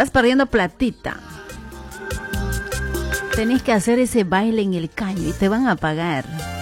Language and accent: Spanish; Bolivia; moved away as an adult; Porque en mi país, Bolivia, yo soy licenciada, pues, señores. Pero nos vinimos con los sueños acá